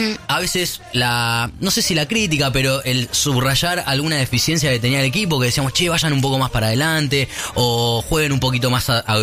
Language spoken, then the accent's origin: Spanish; Argentina; somos argentinos, es nuestro ADN